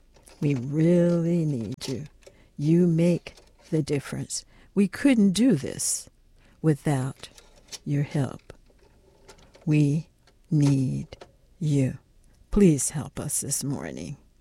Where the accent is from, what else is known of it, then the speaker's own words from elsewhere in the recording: Philadelphia, Pennsylvania, United States; now in Prince George's County, Maryland, United States; I grew up actually in Philadelphia